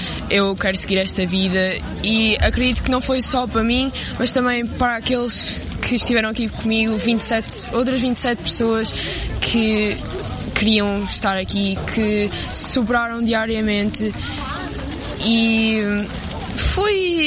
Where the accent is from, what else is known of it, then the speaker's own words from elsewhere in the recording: Aveiro, Centro, Portugal; Sim, eu venho de Aveiro.